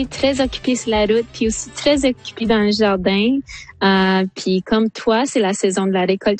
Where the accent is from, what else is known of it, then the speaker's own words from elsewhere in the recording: Sudbury, Ontario, Canada; j'ai grandi à Sudbury, puis on est toute une gang d'Obansawin qui vivent à Sudbury.